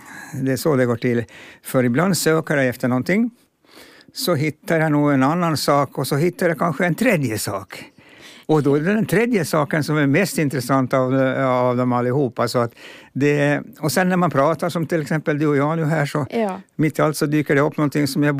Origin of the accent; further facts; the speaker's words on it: Finnby, Åland, Finland; first language fi; Swedish is a second language; Men jag brukar säga att mitt modersmål är egentligen finska, så att jag skyller ifrån mig lite på det. Jag kunde vara finska när jag var 3 år nämligen.